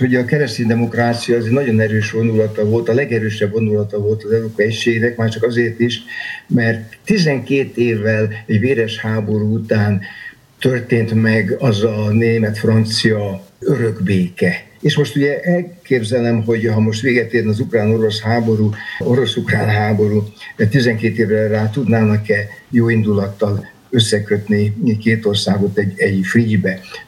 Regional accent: Hungary; persze magyarként

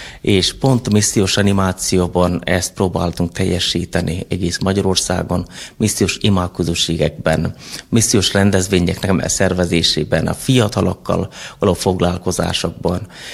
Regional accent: South India, India; Hungarian is a second language; moved away as an adult; now in Hungary; Dél-Indiából származom, én egy keresztény-katolikus családba születtem.

